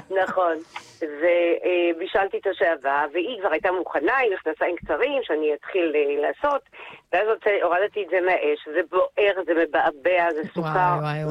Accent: Netanya, Central District, Israel

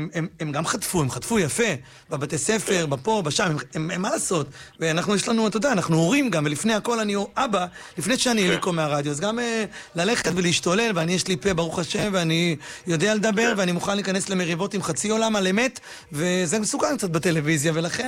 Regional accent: Bat Yam, Tel Aviv District, Israel; אני גדלתי בבת ים, בלי, בבית הכי, הכי מינימליסטי שיש.

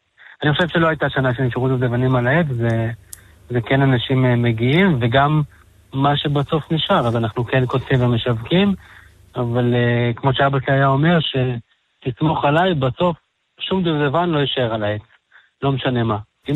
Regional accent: Golan Heights, Israel; אני בעצם נולדתי פה במושב שן.

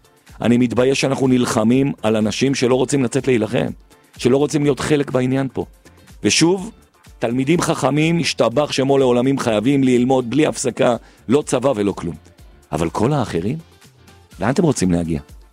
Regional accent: Jerusalem, Jerusalem District, Israel; אני גדלתי בחרדים. אני גדלתי ברחוב הנביאים, במקביל מאה שערים.

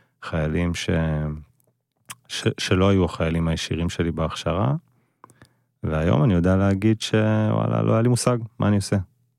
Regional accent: Kfar Tavor, Northern District, Israel; גדלתי בכפר תבור

